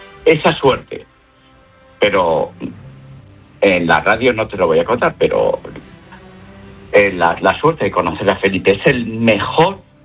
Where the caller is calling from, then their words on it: Aragon, Spain; yo estuve en Zaragoza porque yo soy maño. Y soy un año más joven que él